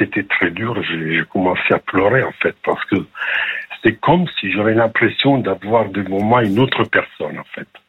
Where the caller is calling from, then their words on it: France; moi j'habite en France, mais elle est en Italie.